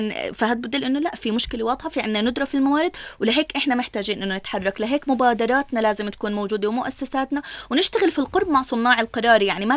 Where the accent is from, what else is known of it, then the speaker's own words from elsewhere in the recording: Jordan; احنا كمجتمع اردني